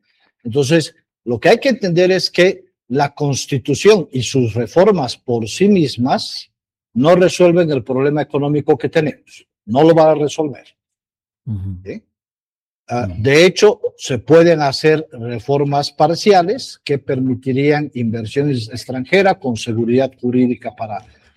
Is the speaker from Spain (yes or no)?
no; Bolivia; somos los bolivianos los que terminamos pagando los platos rotos